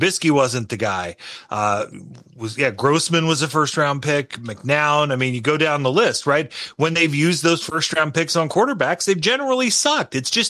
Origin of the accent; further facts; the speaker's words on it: Chicago, Illinois, United States; we're from Hegwisch.